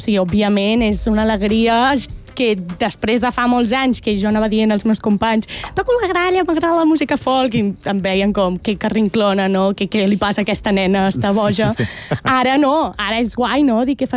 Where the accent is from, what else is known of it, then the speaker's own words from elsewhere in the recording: L'Hospitalet de Llobregat, Catalonia, Spain; now in El Prat de Llobregat, Spain; jo també he crescut a l'Hospitalet, però ara visc al Prat.